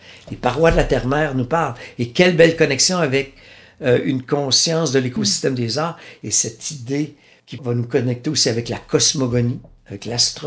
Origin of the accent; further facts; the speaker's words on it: Wendake, Quebec, Canada; Ah, par exemple, chez nous, à Wendake, on défend beaucoup la présence de Zacharie Théarolin-Vincent comme un pionnier version Beaux-Arts au 19e siècle.